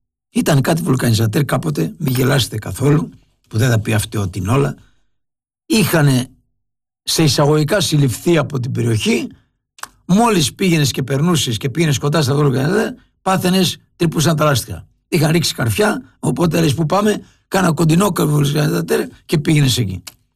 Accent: Englouvi, Ionian Islands, Greece; moved away; Εγώ είμαι από Εγκλουβί.

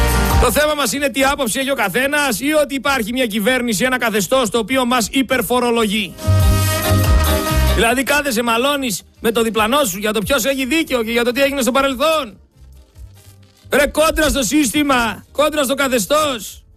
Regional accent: Greece; Εγώ δεν είμαι με κανέναν, εγώ είμαι Έλληνας.

